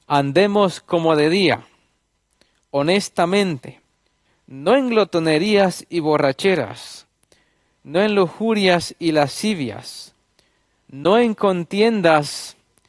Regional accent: Colombia; now in Peru; Vengo de Perú, pero soy colombiano. Trabajamos en Perú ya 12 años en un puesto de avanzada que está ubicado en la selva central

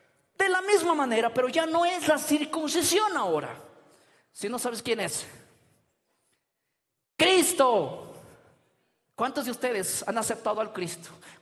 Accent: Peru; que yo, siendo peruano, que tú, siendo boliviano, que tú, siendo chileno, que tú, siendo salvadoreño, hondureño, Dios no hizo pacto con nosotros

